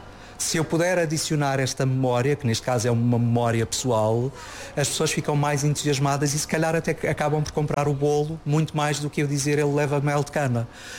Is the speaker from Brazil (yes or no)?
no; Madeira, Portugal; born there; Eu sou madeirense